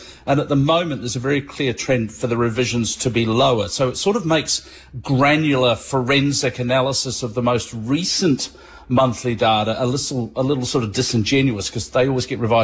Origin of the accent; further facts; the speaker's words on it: Manchester, North West England, United Kingdom; now in New Zealand; I grew up in Manchester. Get the government up there. Born and raised. Born and raised in Manchester.